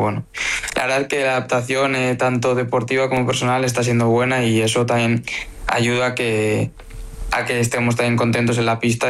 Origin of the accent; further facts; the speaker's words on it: Pamplona, Navarre, Spain; now in Pontevedra, Spain; No, en Galicia y en Pamplona, de donde vengo, pues el clima es un poco más fresquillo, pero bueno.